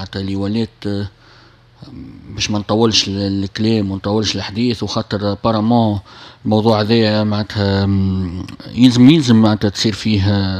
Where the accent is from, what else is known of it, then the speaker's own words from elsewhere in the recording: Tunisia; انا شاب تونسي